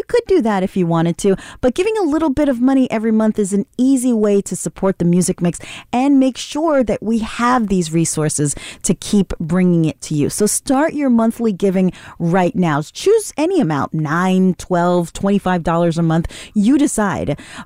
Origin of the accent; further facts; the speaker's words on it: New York City, New York, United States; that's part of my identity is being a New Yorker. I'm born and raised here, and I'm probably never going to leave.